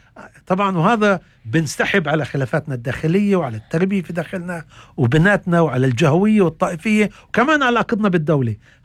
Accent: Palestine; مش بس إن نأسس ل يعني لوعي قومي ونحن فلسطينيين

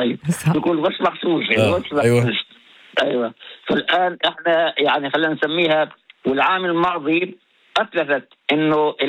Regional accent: West Bank, Palestine; اللي احنا بنتبعها عندنا بفلسطين

